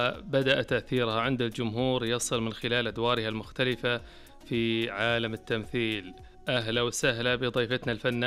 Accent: Saudi Arabia; عندنا في المملكه

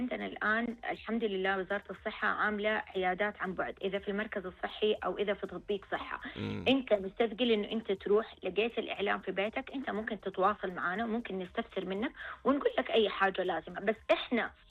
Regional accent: Saudi Arabia; عندنا في المملكة العربية السعودية

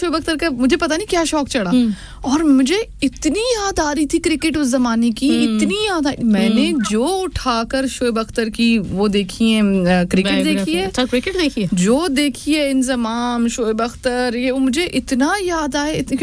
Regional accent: India; India سے.

